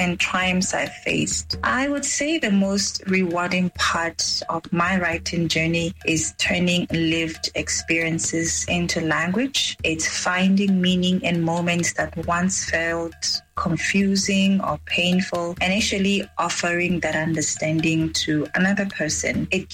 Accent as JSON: {"language": "English", "country": "Botswana", "tie": "born or raised there", "said": "As a young Botswana born and bred in Botswana"}